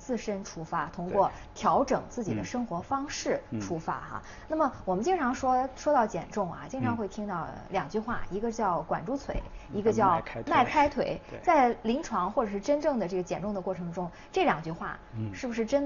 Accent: China; 我们中国人都特别喜欢吃啊

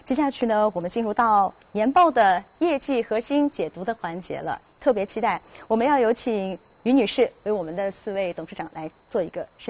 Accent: China; 这也是我们中国人的创新药自己的自豪

